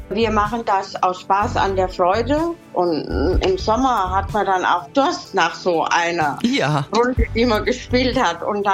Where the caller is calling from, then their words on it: Staufenberg, Hesse, Germany; ich komme aus Stauffenberg mitten in Hessen.